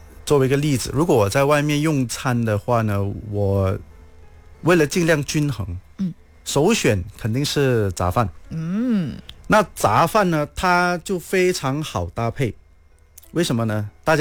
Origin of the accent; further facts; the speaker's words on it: Malaysia; 我们马来西亚人人均吃货嘛